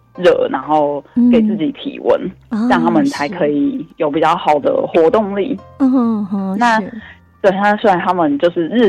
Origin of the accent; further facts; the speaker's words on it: Taipei, Taiwan; 因为我也是北部人，我小时候住在那个阳明山的山下